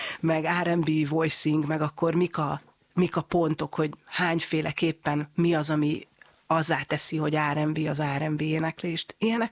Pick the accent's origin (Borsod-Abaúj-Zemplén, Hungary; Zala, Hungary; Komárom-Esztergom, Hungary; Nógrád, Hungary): Borsod-Abaúj-Zemplén, Hungary; mivel hogy én Borsod megyei vagyok